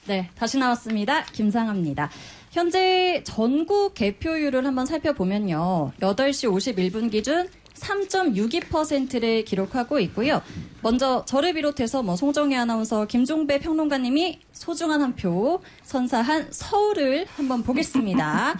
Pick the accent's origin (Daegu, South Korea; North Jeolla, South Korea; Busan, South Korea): North Jeolla, South Korea; 사실 제가 네, 전라북도 출신입니다.